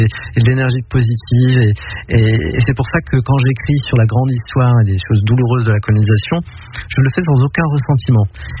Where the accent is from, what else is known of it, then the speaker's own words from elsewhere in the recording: Hérouville-Saint-Clair, Normandy, France; moved away; Étant au Grand Parc à Hérouville-Saint-Clair